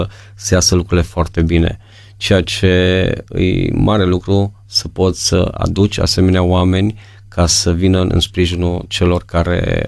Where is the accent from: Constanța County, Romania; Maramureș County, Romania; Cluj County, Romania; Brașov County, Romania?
Maramureș County, Romania; Mireșu Mare; Eu am crescut la Mireșul Mare